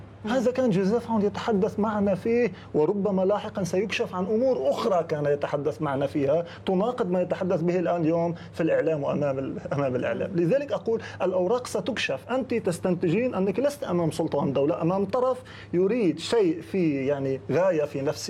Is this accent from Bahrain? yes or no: no; Lebanon; يعني السؤال عندنا بلبنان غريب